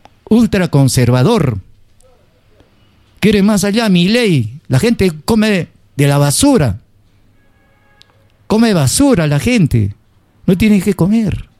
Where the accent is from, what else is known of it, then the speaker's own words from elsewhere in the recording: Peru; Son momentos especiales que vive el pueblo peruano, que vivimos nosotros como pueblo.